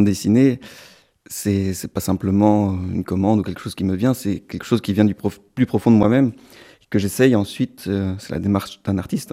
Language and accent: French; Provence-Alpes-Côte d'Azur, France; now in Belgium; je passais de la lumière aux ténèbres quand on vient de Provence.